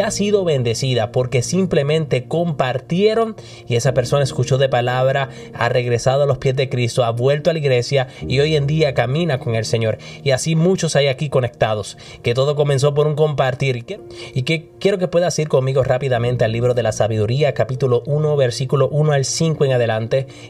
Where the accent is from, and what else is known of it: Puerto Rico; now in Minnesota, United States